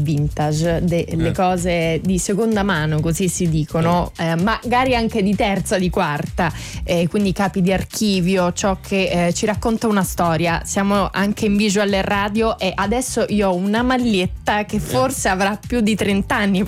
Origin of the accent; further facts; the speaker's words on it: Catania, Sicily, Italy; sono catanese